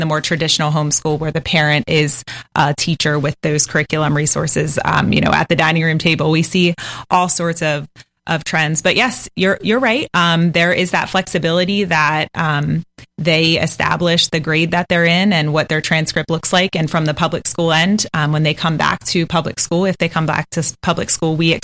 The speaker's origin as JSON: {"language": "English", "town": "Littlestown", "region": "Pennsylvania", "country": "United States", "lives_now": "St. Augustine Beach, United States", "said": "I am from Pennsylvania, a one stoplight town called Littlestown."}